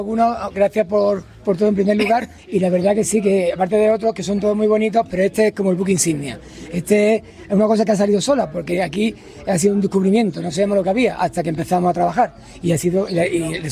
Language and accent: Spanish; Alhama de Granada, Andalusia, Spain; born there; yo soy de Alhama, nací en Alhama, aunque he tenido varias etapas de mi vida que he estado en Granada con una tienda de moda, pero siempre he vuelto aquí.